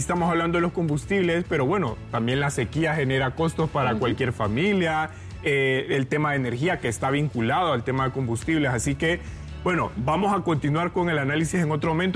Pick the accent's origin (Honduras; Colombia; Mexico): Honduras; uno como hondureños